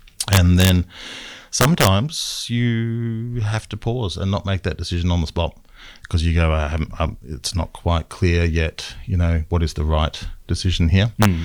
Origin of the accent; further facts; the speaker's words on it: Melbourne, Victoria, Australia; I grew up in Melbourne, but in the eastern suburbs, and a lot of my extended family are from the country